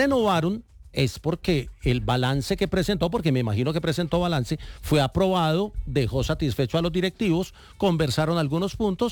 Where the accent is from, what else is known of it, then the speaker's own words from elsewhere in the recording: Colombia; como colombiano, que hombre, el informe del resultado en el Mundial, de lo que pasó, debería ser público, ¿no?